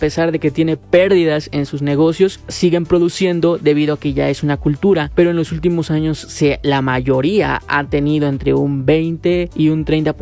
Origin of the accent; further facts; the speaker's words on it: Huehuetla, Hidalgo, Mexico; Huehuetla Hidalgo, que es el lugar de donde vengo. Es un lugar muy hermoso